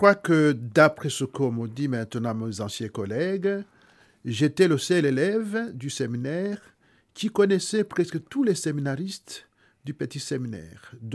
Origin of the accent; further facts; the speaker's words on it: Rwanda; C'est-à-dire que dans le temps, à l'époque, dans les années 80, chez nous au Rwanda, il y avait les écoles secondaires ordinaire